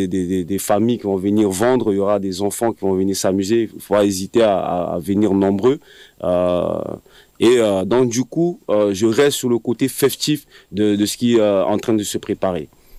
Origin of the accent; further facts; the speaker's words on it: Central African Republic; now in Montpellier, France; moi je suis centrafricain